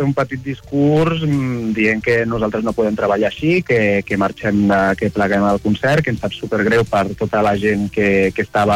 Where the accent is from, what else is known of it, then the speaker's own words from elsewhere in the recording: Catalonia, Spain; nosaltres venim de Catalunya